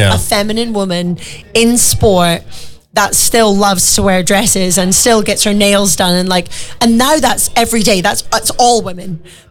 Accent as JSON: {"language": "English", "region": "Scotland", "country": "United Kingdom", "said": "I'm from Scotland, so I see rain quite a lot."}